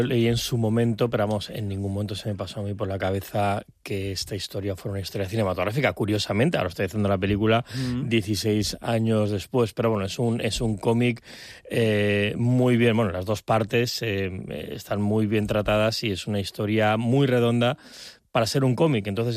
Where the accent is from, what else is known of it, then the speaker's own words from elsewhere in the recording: Palma, Balearic Islands, Spain; yo soy de Palma, estoy muy enamorado de la ciudad